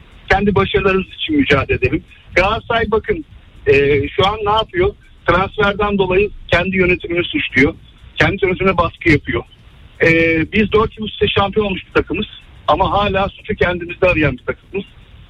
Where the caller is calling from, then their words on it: Istanbul, Turkey; İstanbul'dan bağlanıyorum.